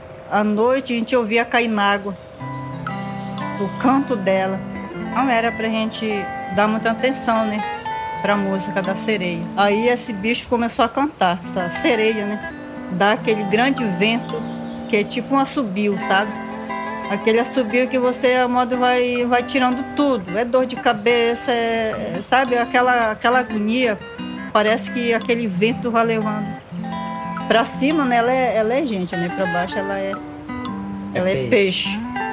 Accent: Amazonas, Brazil; born there; Eu nasci no Rio Abacaxi, que a nossa casa era de varanda na frente, né, e a água vinha por debaixo do assoalho.

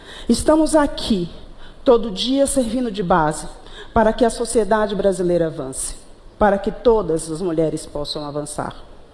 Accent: Bahia, Brazil; moved away as an adult; now in Rio de Janeiro, Brazil; sobrevivi. Saí da Bahia com 20 reais e duas filhas para a cidade maravilhosa.

